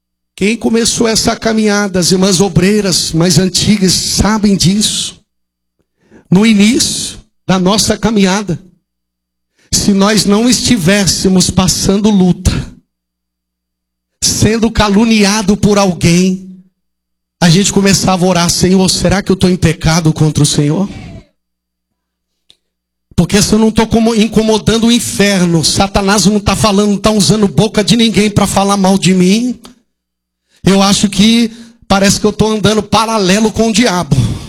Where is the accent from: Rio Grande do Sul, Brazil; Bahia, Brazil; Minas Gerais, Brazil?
Bahia, Brazil; Salvador; eu sou baiano, sou lá de Salvador, sotério politano.